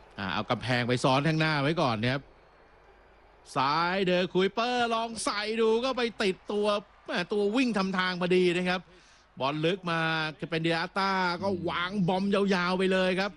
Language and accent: Thai; Bangkok, Thailand; now in Samut Prakan, Thailand